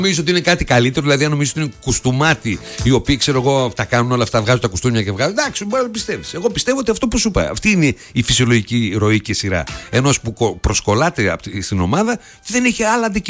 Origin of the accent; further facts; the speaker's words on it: Greece; Ειδικά εμείς ως Έλληνες.